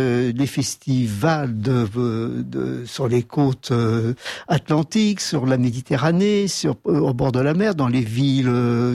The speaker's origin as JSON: {"language": "French", "country": "France", "said": "Donc, il y a que chez nous, en France, on veut jamais faire comme tout le monde"}